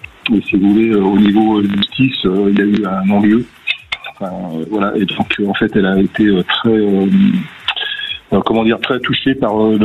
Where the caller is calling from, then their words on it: Valence, Auvergne-Rhône-Alpes, France; J'appelle de Valence dans la Drôme.